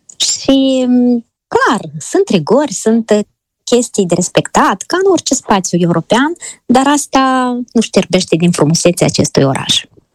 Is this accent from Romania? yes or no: no; Moldova; also born or lived in Italy; now in Nice, France; pentru moldoveni, dacă să mă refer la naționalitatea noastră